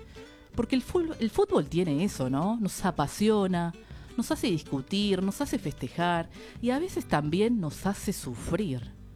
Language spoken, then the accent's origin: Spanish; Argentina; así somos los argentinos.